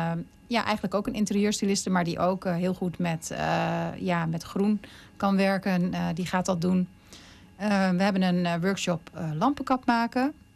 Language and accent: Dutch; Hattem, Gelderland, Netherlands; En ik moet zeggen, wij komen dan zelf uit Hattem. Ik heb wel roots in Heerde.